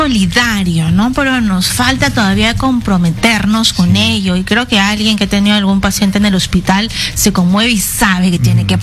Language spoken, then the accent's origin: Spanish; Peru; tenemos que buscar la forma de apoyarnos como peruanos